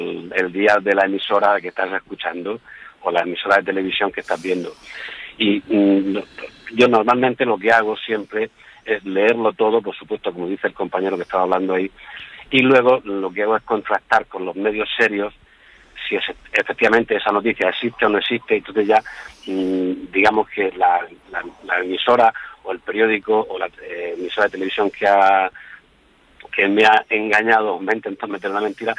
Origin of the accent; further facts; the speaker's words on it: Region of Murcia, Spain; perdona que te diga Ángeles porque yo soy murciano